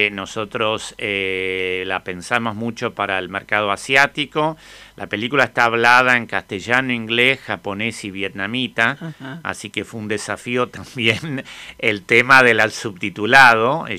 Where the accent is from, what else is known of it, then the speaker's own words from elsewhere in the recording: Argentina; yo como argentino